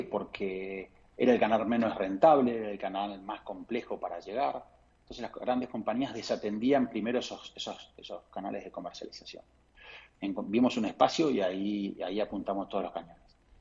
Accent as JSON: {"language": "Spanish", "town": "Tigre", "region": "Buenos Aires Province", "country": "Argentina", "said": "Yo vengo del Tigre, con lo cual para nosotros el río, el delta, los arroyos es muy común."}